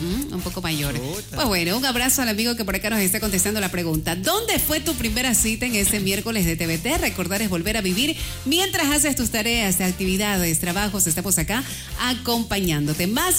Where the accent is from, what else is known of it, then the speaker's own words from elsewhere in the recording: Naranjito, Guayas, Ecuador; moved away as an adult; also born or lived in Milagro; Naranjito, tierra hermosa, mi cantón hermoso, donde prácticamente me desarrollé, porque nací en Milagro, me crié en Naranjito y me profesionalicé en Guayaquil.